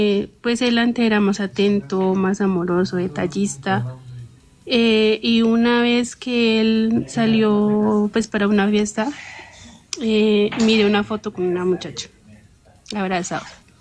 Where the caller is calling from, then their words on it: Cauca, Colombia; soy del Cauca.